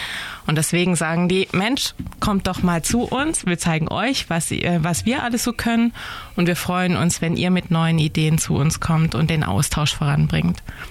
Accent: Untertürkheim, Baden-Württemberg, Germany; now in Stuttgart, Germany; ich bin 46 Jahre alt, ich komme aus Untertürkheim und ich leite ein Digital Hub hier in der Region Stuttgart.

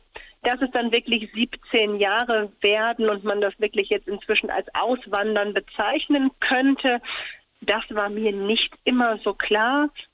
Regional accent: Bielefeld, North Rhine-Westphalia, Germany; moved away; Aufgewachsen bin ich im schönen Bielefeld in Ostwestfalen-Lippe in Nordrhein-Westfalen. Das ist die Stadt, von der man sagt, dass sie nicht existiert. Ich kann Ihnen aber versichern, dass sie sehr wohl existiert. Ich bin dort aufgewachsen, habe dort auch Deutsch als Fremdsprache studiert.

